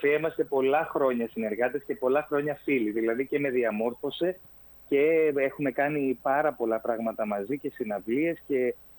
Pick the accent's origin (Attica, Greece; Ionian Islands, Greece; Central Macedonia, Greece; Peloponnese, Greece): Central Macedonia, Greece; Thessaloniki; Είμαι από τη Θεσσαλονίκη, οπότε όλες αυτές οι πόλεις είναι στην καρδιά μου